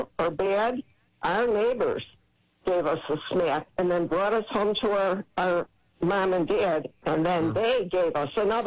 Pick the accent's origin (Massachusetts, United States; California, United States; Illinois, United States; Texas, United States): Illinois, United States; Chicago; I was born and raised in Chicago. I'm in my 70s now.